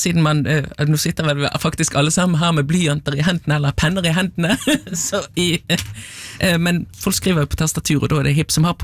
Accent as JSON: {"language": "Norwegian", "town": "Bergen", "region": "Vestland", "country": "Norway", "said": "nå skal jeg som bergenser arbeide litt med å si skjeva."}